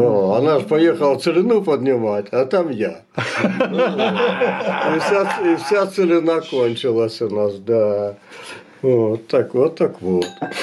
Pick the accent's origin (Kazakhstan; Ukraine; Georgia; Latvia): Kazakhstan; moved away as an adult; now in Russia; Ну, родился я в 52-м году в Казахстане. На поселении был под комендатурой рожденный ягаик, и сейчас я как репрессированный немец, да.